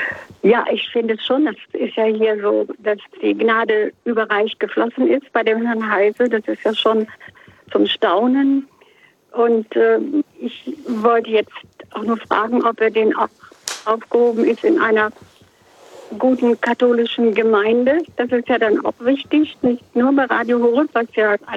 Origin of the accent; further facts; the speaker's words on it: Leipzig, Saxony, Germany; born there; also born or lived in Silesia; now in near Osnabrück, Germany; Ich war als Kind in Leipzig nach Flucht und Vertreibung, bin da in die Schule gegangen und ich war sehr glücklich, dass wir da eine gute katholische Gemeinde hatten mit einem gütigen alten Priester.